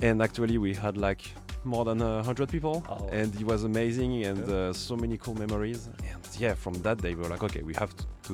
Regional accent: south of France, France; I think it would be where I'm coming from South of France.

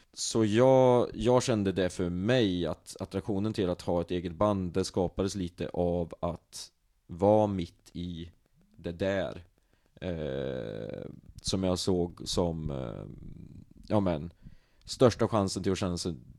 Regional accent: Arvika, Värmland, Sweden

